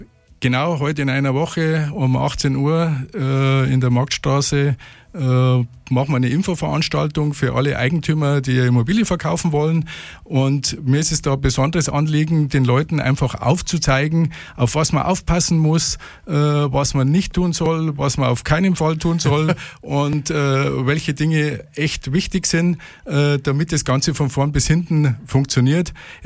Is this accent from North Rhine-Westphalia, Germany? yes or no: no; Bad Tölz, Bavaria, Germany; moved away as an adult; now in Holzkirchen, Germany; Und bin in Tölz aufgewachsen und zur Schule gegangen und Anfang meiner 20 Jahre hat mich dann die Liebe nach Holzkirchen verschlagen, aber kenne Tölz natürlich aus meiner Westentasche